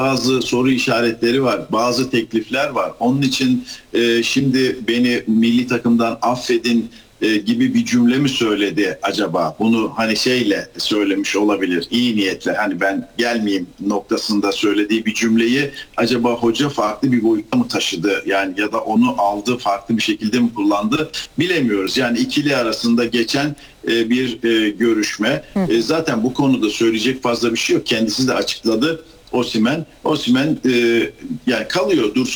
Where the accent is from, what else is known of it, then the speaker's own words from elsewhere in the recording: Giresun, Turkey; biliyorsun ben Giresunluyum, Yağlıdereliler var mesela.